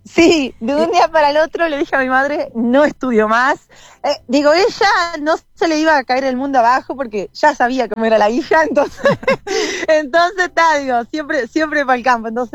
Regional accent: Ciudad del Carmen, Durazno, Uruguay; moved away as an adult; now in Florida, Uruguay; mi crianza toda la vida fue en Ciudad del Carmen, como mencioné, yo soy de allá, hace 2 años y algo estoy justamente acá en el departamento de Florida trabajando, pero toda la vida fue del pueblo que viví.

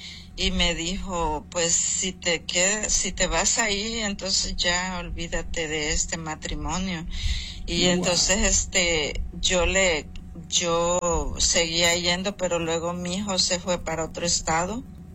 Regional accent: El Salvador; born there; Yo, en El Salvador.

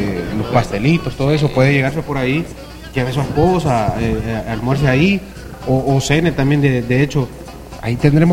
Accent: Siguatepeque, Comayagua, Honduras; nosotros como una ciudad bella que somos, el corazón de Honduras

